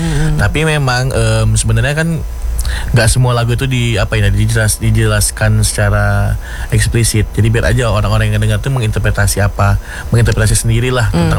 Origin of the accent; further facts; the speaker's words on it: Medan, North Sumatra, Indonesia; untuk menjaga identitas sebagai orang Medan, mungkin dari secara bahasa ya.